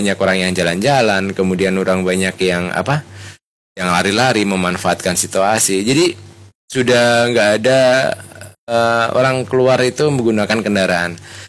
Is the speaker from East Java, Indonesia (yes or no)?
yes; Ngawi, East Java, Indonesia; born there; Ya alhamdulillah saya dilahirkan di Ngawi dan sangat senang untuk berada di Ngawi. Walaupun pengen keluar kota, tapi setelah itu kembali lagi.